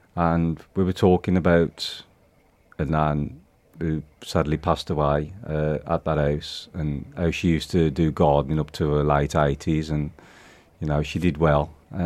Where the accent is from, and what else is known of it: Tipton, West Midlands, United Kingdom; born there; also born or lived in Warsaw / Dudley Port / Great Bridge / Lye